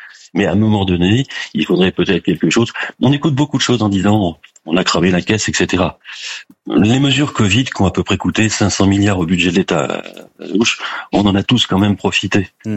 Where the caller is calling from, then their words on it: Clermont-Ferrand, Auvergne-Rhône-Alpes, France; Clermont-Ferrand.